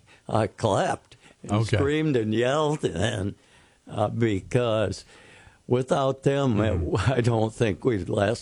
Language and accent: English; Grass Lake, Michigan, United States; also born or lived in Jackson, Michigan; I'm from Grass Lake